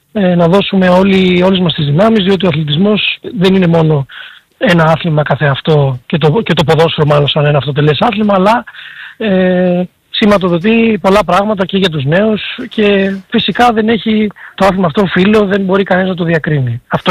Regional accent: Missolonghi, Western Greece, Greece; now in Athens, Greece; τη δικιά μου πόλη στην οποία έχω μεγαλώσει

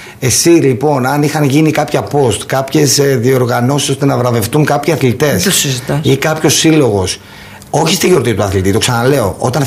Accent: Agrinio, Western Greece, Greece; Γιατί δεν μπορεί να με στηρίξει το Αγρίνιο η πόλη μου.

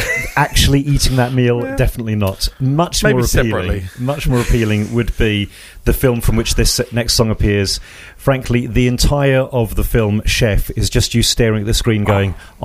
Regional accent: United Kingdom; as somebody growing up in Britain with my like bowl of Kellogg's cornflakes

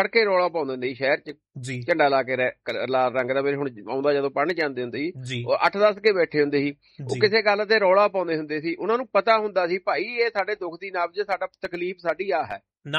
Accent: Punjab, India; ਮੈਂ ਪੰਜਾਬੀ ਹਾਂ

